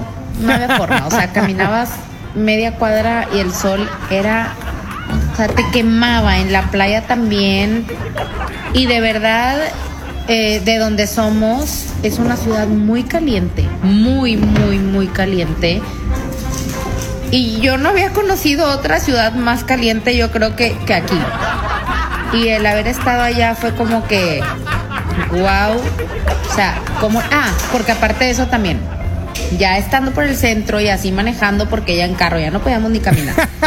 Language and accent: Spanish; Tamaulipas, Mexico; Y nosotros somos de Tamaulipas.